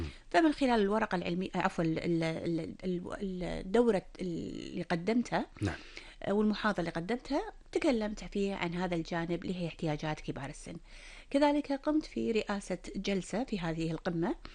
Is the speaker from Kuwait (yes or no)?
yes; Kuwait; عندنا بالكويت